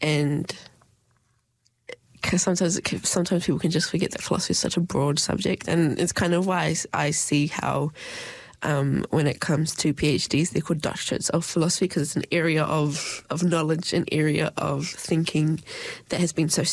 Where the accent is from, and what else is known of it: Auckland, New Zealand; born or raised there; moved away as an adult; now in Dunedin, New Zealand